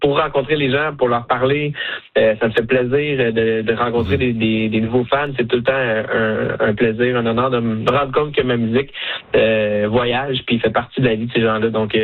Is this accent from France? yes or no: no; Quebec, Canada; first language French; moi, je viens du Québec. J'ai décidé de faire de la musique country en français parce que ben c'est ma langue maternelle